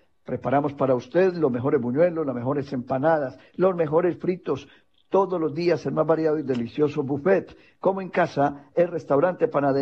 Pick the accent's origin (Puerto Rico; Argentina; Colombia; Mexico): Colombia; Para nosotros como colombianos